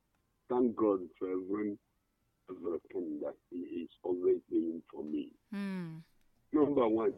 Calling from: Enugu State, Nigeria; I'm calling from Akukewane

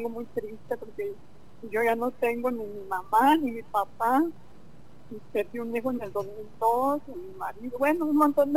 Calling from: Mexico; De la colonia Nuevo Milenio.

